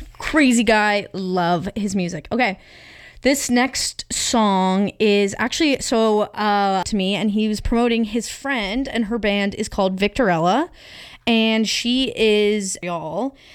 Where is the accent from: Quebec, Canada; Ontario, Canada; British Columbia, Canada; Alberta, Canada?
Ontario, Canada; accent: southwestern Ontario; It's probably pronounced a lot nicer than in a French accent than my southwestern Ontario accent.